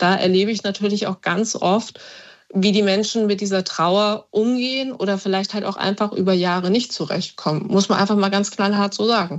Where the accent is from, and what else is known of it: Frankfurt, Hesse, Germany; born there